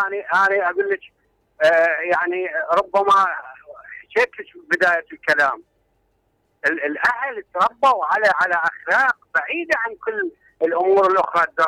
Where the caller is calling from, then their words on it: Iraq; خصوصا عندنا بالعراق